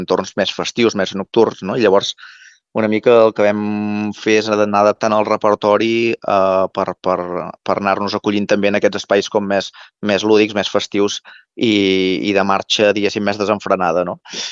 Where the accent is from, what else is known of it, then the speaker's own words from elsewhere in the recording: Berga, Catalonia, Spain; Els 4 membres del grup … som de Berga, del Berguedà